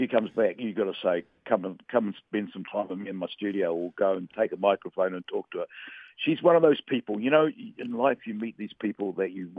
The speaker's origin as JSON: {"language": "English", "country": "Samoa", "tie": "born or raised there", "moved": "yes", "said": "because of my Samoan background. I grew up in Western Samoa, so that background for me has always been an important part of my life."}